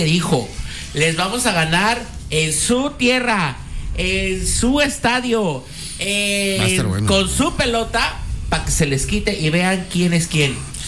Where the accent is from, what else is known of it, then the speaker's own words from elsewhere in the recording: Mexico; los mexicanos les ganamos.